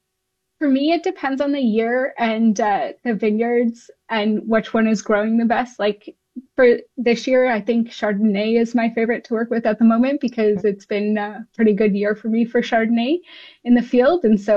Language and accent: English; Prince Edward County, Ontario, Canada; But I grew up in Prince Edward County just when the wineries were just starting to be planted. So I started working in the vineyards when I was 13